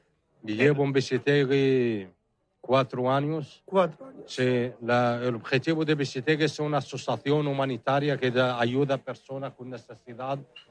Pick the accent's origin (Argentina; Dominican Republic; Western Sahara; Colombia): Western Sahara; now in Spain; yo soy del Sahara y vivo con 2 chicos de Marruecos